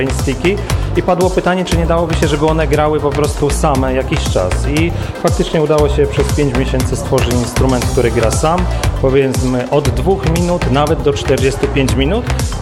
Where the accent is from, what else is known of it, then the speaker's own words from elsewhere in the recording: Będzin, Silesian Voivodeship, Poland; z Będzina.